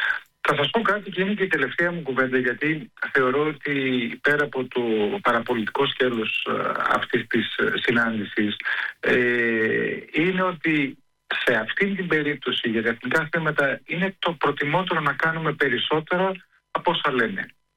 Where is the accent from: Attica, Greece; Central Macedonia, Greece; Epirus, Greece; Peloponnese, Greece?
Central Macedonia, Greece; Thessaloniki; στην πόλη μου στη Θεσσαλονίκη